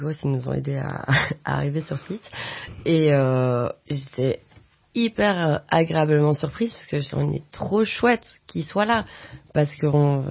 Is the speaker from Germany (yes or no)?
no; Belgium; now in France; Enfin, moi, je viens de Belgique aussi. En Belgique, c'est la même chose.